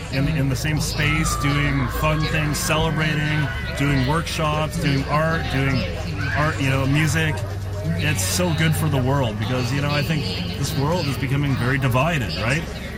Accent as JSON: {"language": "English", "town": "Whitehorse", "region": "Yukon", "country": "Canada", "said": "I'm from Whitehorse"}